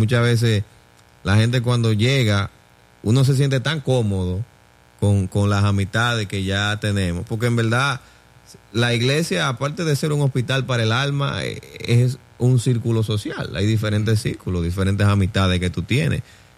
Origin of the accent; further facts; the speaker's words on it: Dominican Republic; moved away; Por ejemplo, yo que nací y crecí en Dominicana con mi hermano y familia, nos mudamos aquí, no es fácil.